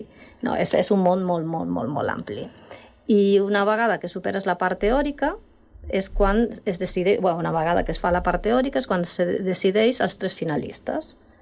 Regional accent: Galicia, Spain; Catalan is a second language; moved away as an adult; now in Catalonia, Spain; Començaré dient que sóc gallega

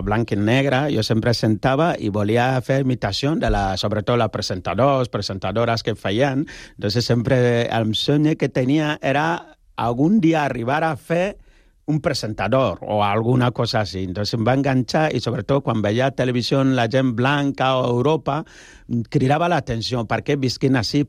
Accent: Ghana; born or raised there; moved away

